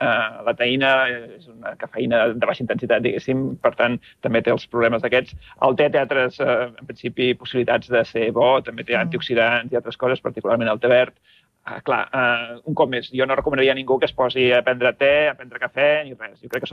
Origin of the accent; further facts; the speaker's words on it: England, United Kingdom; Catalan is a second language; Jo sóc anglès, jo sempre faig... prenc te.